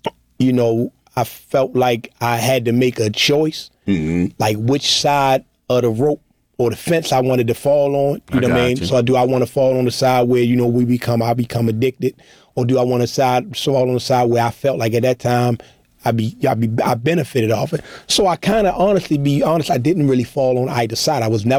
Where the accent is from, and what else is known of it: Baltimore, Maryland, United States; born or raised there